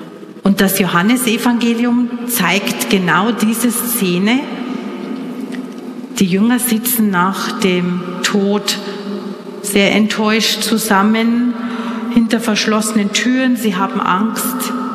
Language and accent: German; Bavaria, Germany; für mich als Deutsche, als Bayerin